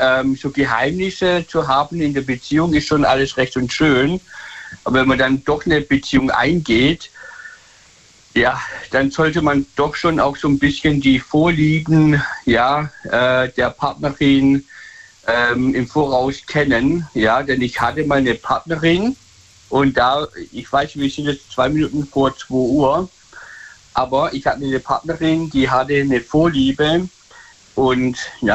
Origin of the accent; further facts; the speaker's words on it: Michelstadt, Hesse, Germany; Ja, aus Michelstadt, Hessen.